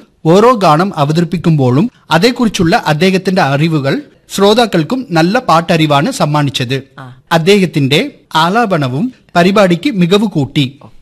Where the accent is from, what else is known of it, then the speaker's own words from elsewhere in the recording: Kerala, India; ഓ, എത്ര തവണയാ ചേച്ചി ഞാൻ പറയുന്നത്, ഞാൻ മലയാളി തന്നെയാണ്.